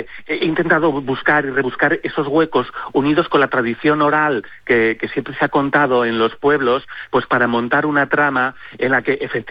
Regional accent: Spain

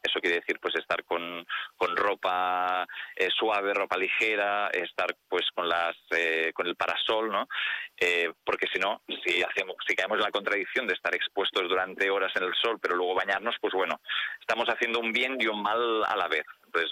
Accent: Figueres, Catalonia, Spain; en mi tierra, que yo soy del Alt Empordà, de Figueras

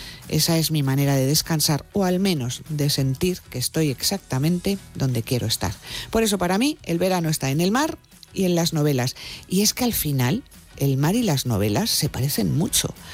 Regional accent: Madrid, Community of Madrid, Spain; Soy de Madrid hasta cuando me callo.

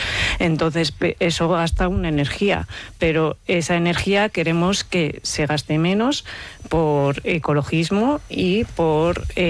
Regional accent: Valladolid, Castile and León, Spain; moved away as an adult; now in Montaña Palentina, Spain; Soy de Valladolid.

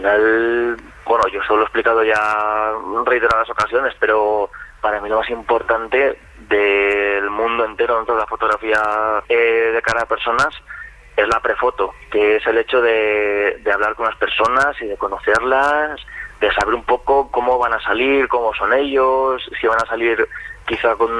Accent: El Burgo de Osma, Castile and León, Spain; mi pueblo, que es el Burgo de Osma.

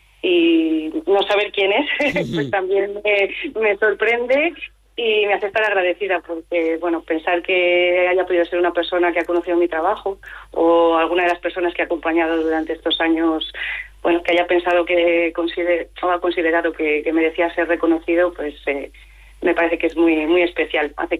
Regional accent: Logroño, La Rioja, Spain; Soy riojana, logroñesa. Bueno, con raíces también valencianas.

